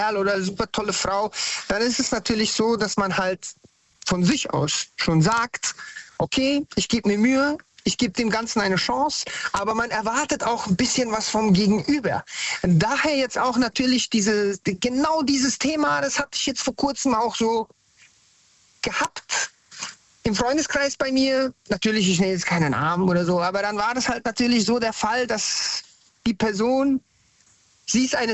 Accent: Frankfurt, Hesse, Germany; now in Hanau, Germany; Oh nein, nein, bin ich aus Frankfurt am Main. Ich bin dann nach Hanau gezogen.

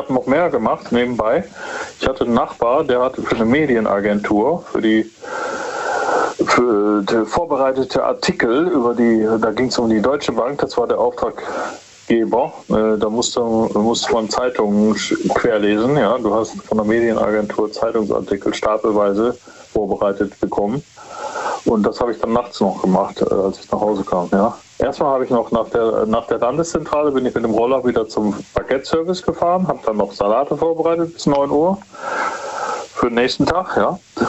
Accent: Stuttgart, Baden-Württemberg, Germany; Ich habe ja, glaube ich, erzählt, ich komme aus Stuttgart und da gibt es viele Staffeln.

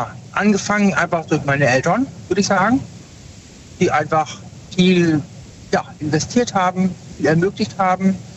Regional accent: North Rhine-Westphalia, Germany; Aus dem Raum Köln.

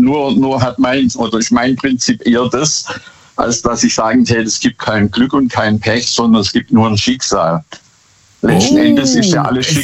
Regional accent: Bad Boll, Baden-Württemberg, Germany; ich komme aus Bad Boll.

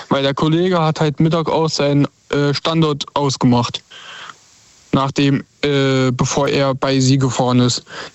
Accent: Saarland, Germany; Ich komme aus dem Saarland.

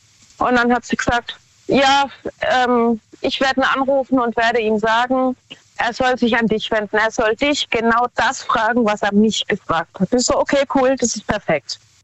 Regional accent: Ettlingen, Baden-Württemberg, Germany; Von Baden-Württemberg, nähe Karlsruhe.

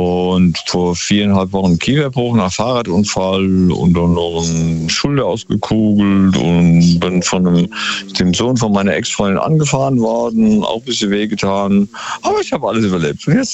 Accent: Palaikastro, Crete, Greece; Und dann am 5. von Athen übersieht auf Kreta, meine Heimat eigentlich, Palikastro.

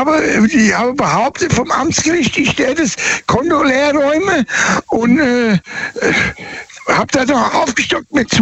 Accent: Birlenbach, Rhineland-Palatinate, Germany; born there; Und zwar weiß ich, wo ich geboren bin, in dem Ort Birlenbach. Das Haus, wo ich geboren bin, war sogar das Baujahr.

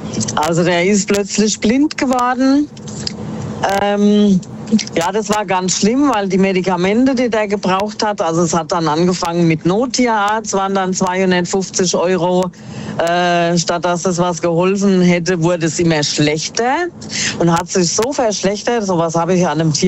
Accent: Miltenberg, Bavaria, Germany; Ja, ich komme aus dem Raum Miltenberg.

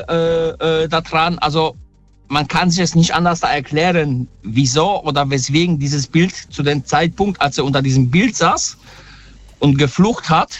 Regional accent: Poland; Ich komme ursprünglich aus Polen. Also ich bin gebürtig in Polen.

